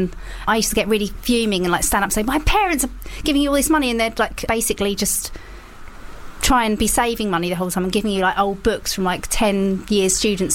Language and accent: English; Leigh-on-Sea, East of England, United Kingdom; accent: Essex; I'm from Leigh-on-Sea in Essex.